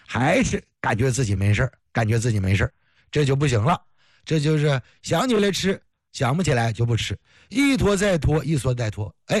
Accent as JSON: {"language": "Chinese", "region": "Heilongjiang", "country": "China", "said": "你看咱是黑龙江人"}